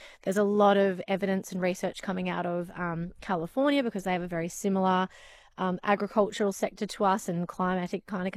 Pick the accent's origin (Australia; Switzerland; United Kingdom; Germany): Australia; Queensland; now in United States; for me, I'm from Queensland, but now I live here in the Midwest. And, you know, in Queensland, it rains a lot.